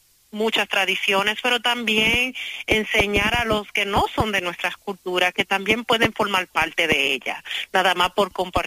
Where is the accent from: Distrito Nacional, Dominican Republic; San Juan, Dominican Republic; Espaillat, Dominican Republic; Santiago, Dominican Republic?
Santiago, Dominican Republic; Santiago de los Caballeros; moved away; also born or lived in New York; me crié en Santiago, en la República Dominicana, y para mí Santiago es muy significativo porque recuerda mucho de mi infancia, de siempre estar rodeada con nuestra comunidad